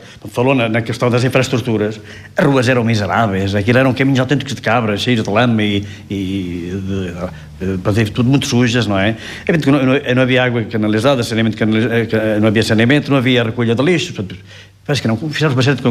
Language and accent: Portuguese; Norte, Portugal; born there; Nasci em Sindim.